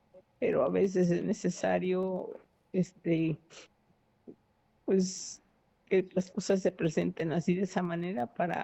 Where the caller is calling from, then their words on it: Guadalajara, Jalisco, Mexico; Buenas tardes, ¿cómo está? … de aquí de Guadalajara.